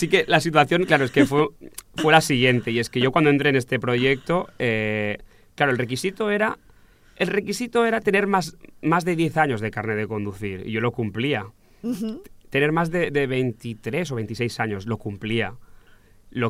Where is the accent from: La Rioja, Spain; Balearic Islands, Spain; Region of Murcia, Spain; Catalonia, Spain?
Catalonia, Spain; Terrassa; yo soy de Tarrasa y nunca había conducido fuera de estos sitios.